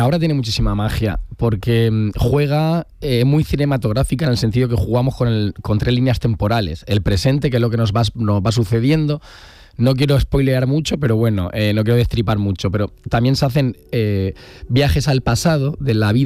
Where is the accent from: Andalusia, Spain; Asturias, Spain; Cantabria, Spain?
Andalusia, Spain; Málaga; now in Malagón, Spain; Yo me salí de Málaga para meterme en Malagón.